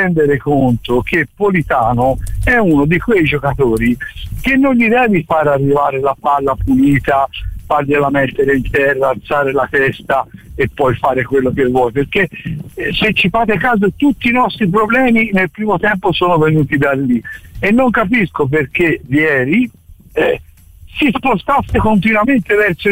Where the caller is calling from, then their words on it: Fucecchio, Tuscany, Italy; io sono di Pucecchio